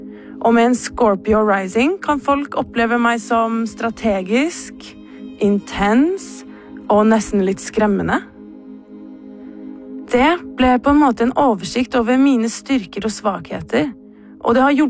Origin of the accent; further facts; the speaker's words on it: Trondheim, Trøndelag, Norway; Men jeg skulle jo aldri flytte tilbake til hjembyen min. I need to get the fuck out of here. Mitt ufrivillige opphold i Trondheim 2020 ble starten på en lang periode av å finne meg selv på nytt.